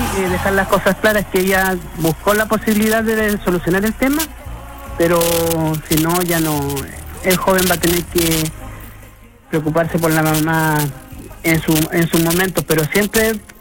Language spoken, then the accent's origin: Spanish; Osorno, Los Lagos, Chile; Osorno, Franque.